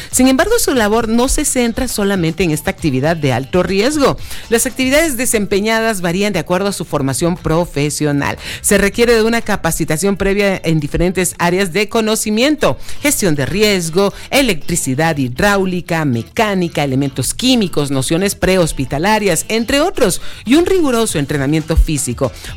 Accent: Panama; mi tierra, Panamá

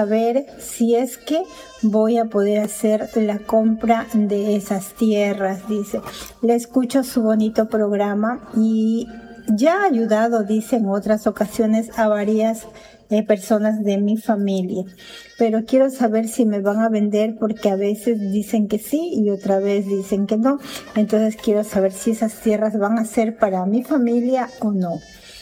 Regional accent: Ecuador

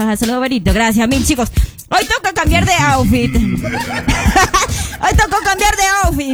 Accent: Cariamanga, Loja, Ecuador; Yo también soy de Cariamanga, por cierto, les comento.

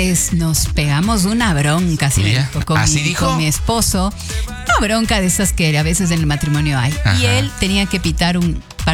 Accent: El Oro, Ecuador

